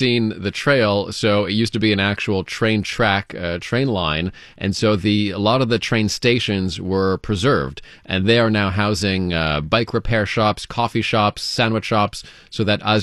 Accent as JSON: {"language": "English", "region": "Quebec", "country": "Canada", "tie": "born or raised there", "said": "when I was younger, I grew up in the Laurentians. People are far apart there"}